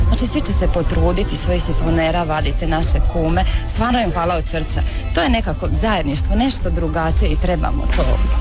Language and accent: Croatian; Cerna, Vukovar-Syrmia County, Croatia; iz Cerne, dolazim sa Kudom Tomislav iz Cerne.